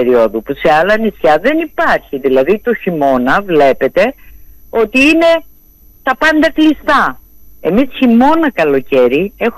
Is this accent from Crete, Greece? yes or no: yes; Crete, Greece; δεν το λέω γιατί είμαι από την Κρήτη